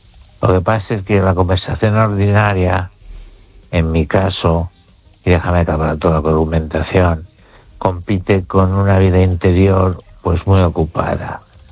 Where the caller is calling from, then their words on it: Valencia, Valencian Community, Spain; desde Valencia